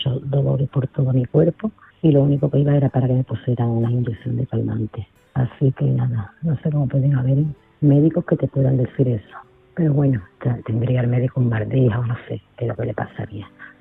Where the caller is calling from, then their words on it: Seville, Andalusia, Spain; de Sevilla.